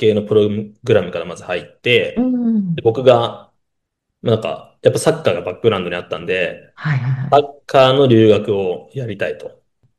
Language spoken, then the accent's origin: Japanese; Hamamatsu, Shizuoka, Japan; moved away as an adult; also born or lived in Mie; now in United States; 僕、静岡県浜松市ってとこ出身なんですけど、